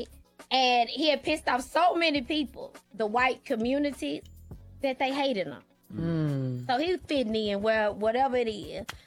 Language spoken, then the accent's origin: English; Tennessee, United States; I am from Tennessee. I am deep in country music.